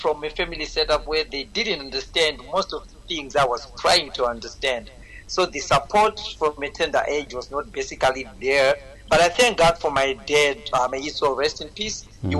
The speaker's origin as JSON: {"language": "English", "region": "Harare", "country": "Zimbabwe", "tie": "born or raised there", "also_born_or_lived": "Norton, Zimbabwe", "said": "I was born in Norton, a small suburb just away from Harare called Norton. That's where I was born."}